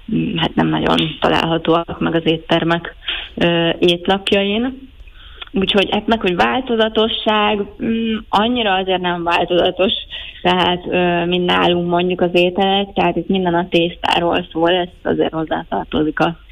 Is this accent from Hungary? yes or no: yes; Hungary; now in Naples, Italy; magyarként más reflexeink vannak